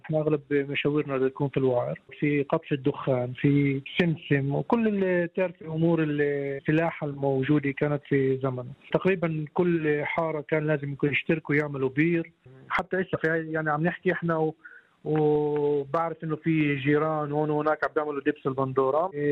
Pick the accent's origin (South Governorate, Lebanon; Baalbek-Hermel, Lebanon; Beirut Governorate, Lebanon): South Governorate, Lebanon; Yanouh; وأنا من قرية ينوح مواليد 71 في ينوح.